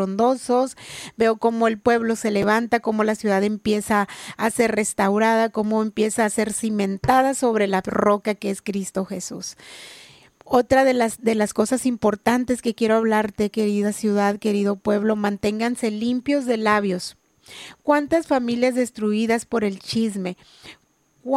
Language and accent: Spanish; Mexicali, Baja California, Mexico; born there; Yo nací aquí en Mexicali y he vivido experiencias muy hermosas en esta ciudad.